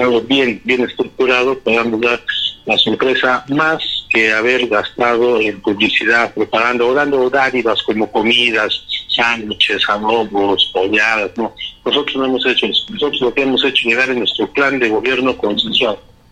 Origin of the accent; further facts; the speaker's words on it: Cayma, Arequipa, Peru; mi pueblo en Caima